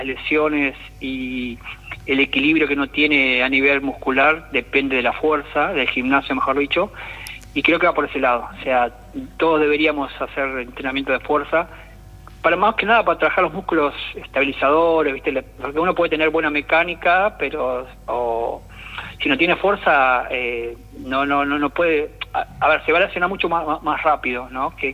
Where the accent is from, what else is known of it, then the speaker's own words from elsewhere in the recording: San Salvador, Entre Ríos, Argentina; yo nací en una ciudad que se llama San Salvador, Entre Ríos